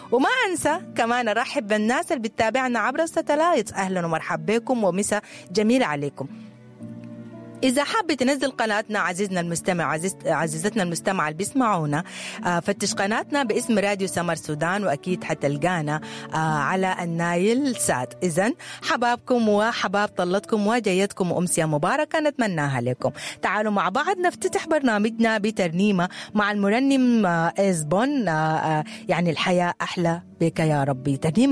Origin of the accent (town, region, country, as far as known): Sudan